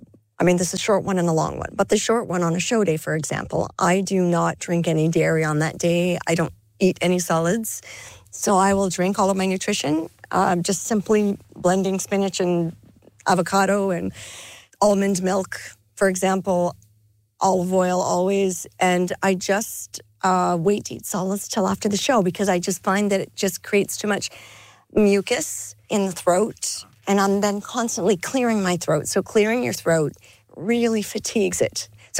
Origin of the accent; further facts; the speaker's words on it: Timmins, Ontario, Canada; So in my hometown of Timmins, we have a very big, powerful river